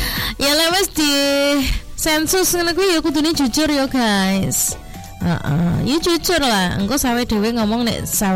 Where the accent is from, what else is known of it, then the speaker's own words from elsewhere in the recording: Bojonegoro, East Java, Indonesia; aku cah Jonegoro kok